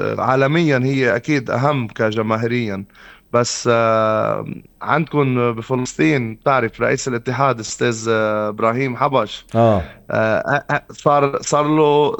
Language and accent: Arabic; Lebanon; أنا كلبناني كحدا عايش بلبنان